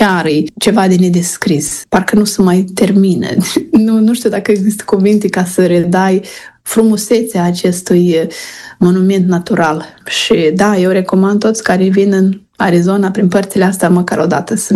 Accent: Lozova, Moldova; moved away as an adult; eu mă mândresc foarte mult că sunt lozoveancă și sunt din Moldova

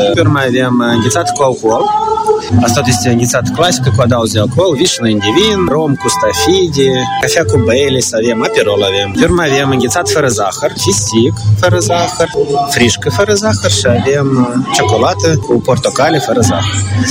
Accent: Moldova

